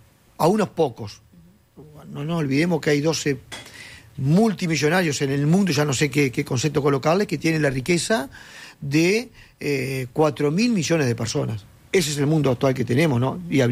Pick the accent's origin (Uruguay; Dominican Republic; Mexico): Uruguay; somos un país chico también en el Mercosur, no somos Argentina, no somos Brasil